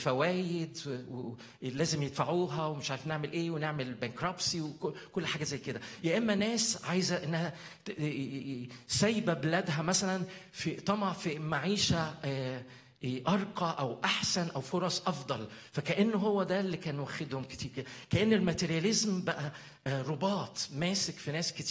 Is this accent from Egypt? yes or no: yes; Egypt; moved away as an adult; أنا جاي من مصر كمان فريش